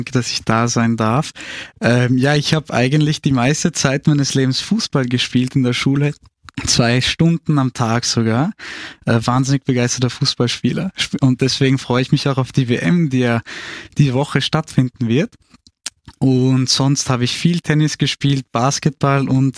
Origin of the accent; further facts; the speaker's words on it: Austria; Ich bin Österreicher und Halbfranzose